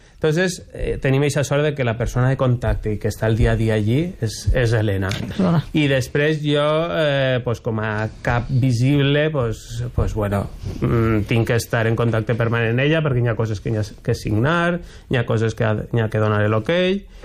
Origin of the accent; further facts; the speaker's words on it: Vinaròs, Valencian Community, Spain; also born or lived in Castelló; jo vaig néixer a Castelló, evidentment, perquè no hi havia hospital encara a Vinaròs, però bueno, tota la meva vida ha sigut aquí a Vinaròs. Fins al que me'n vaig anar a estudiar fora. Vaig anar a estudiar a València arquitectura